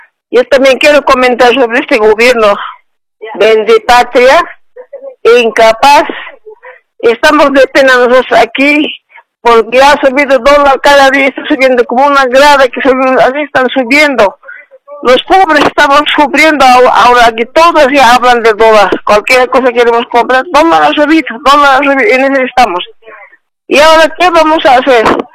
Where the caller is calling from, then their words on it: La Paz, Bolivia; Estoy llamando de La Paz, de Ciudad de La Paz.